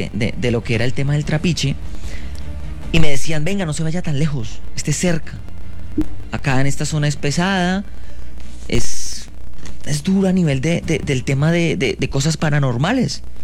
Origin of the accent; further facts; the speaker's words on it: Bogotá, Bogotá Capital District, Colombia; born there; No, yo nací en Bogotá.